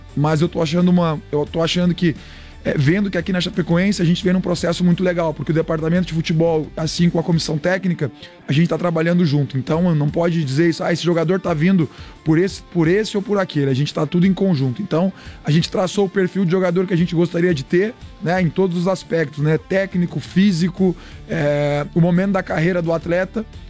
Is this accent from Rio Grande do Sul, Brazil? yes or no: yes; Rio Grande do Sul, Brazil; moved away; muitos vieram de onde eu vim, lá do Rio Grande do Sul, né?